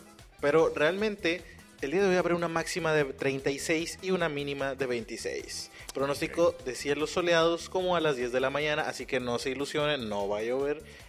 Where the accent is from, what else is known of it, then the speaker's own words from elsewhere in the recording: Los Mochis, Sinaloa, Mexico; Me ofrezco como sacrificio. Ándale, para que mi pueblo de los Mochis